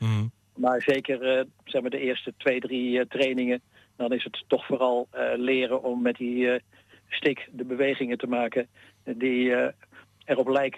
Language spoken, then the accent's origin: Dutch; Bussum, North Holland, Netherlands; dat is op mijn 12e begonnen. Dat bij ons thuis in Bussum gold dat als je naar de middelbare school ging, dan mocht je in september op hockey.